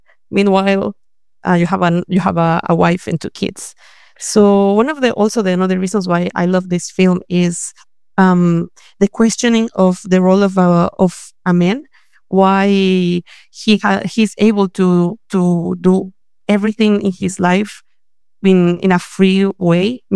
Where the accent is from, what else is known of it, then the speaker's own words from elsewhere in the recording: Mexico City, Mexico; now in Paris, France; I'm from Mexico City.